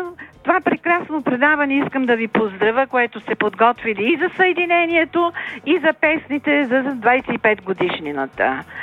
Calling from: Sofia, Sofia City, Bulgaria; съм от София.

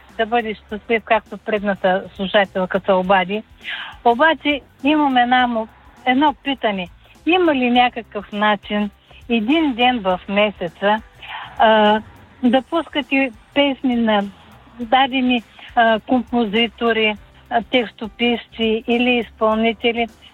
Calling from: Varna, Varna Province, Bulgaria; От Варна съм

